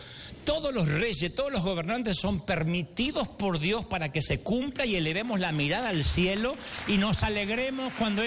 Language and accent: Spanish; Argentina; Tenemos el tango en las venas. Nunca vamos a ser caribeños, nunca.